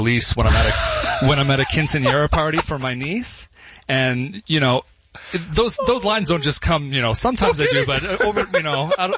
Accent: Ottawa, Ontario, Canada; We're from Ottawa, so I'm from Ottawa.

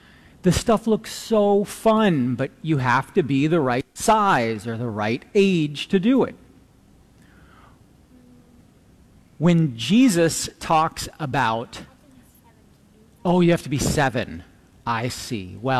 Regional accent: Ohio, United States; I went with my kids back to the town I grew up in Ohio, last week.

